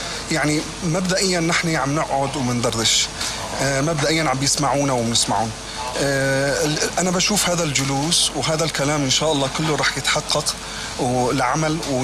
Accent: Syria; moved away; وكوننا نحن سوريين أيضا هنا في سوريا

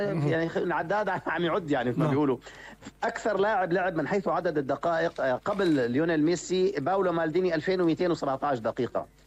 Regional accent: Syria; عندنا بصراحة كسوريين.

